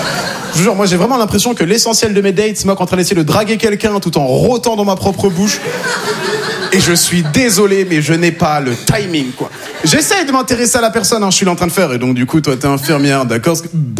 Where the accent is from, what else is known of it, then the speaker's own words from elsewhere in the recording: Normandy, France; born there; Tu me demandes tu viens d'où? Je te réponds honnêtement. Moi je suis né en Normandie.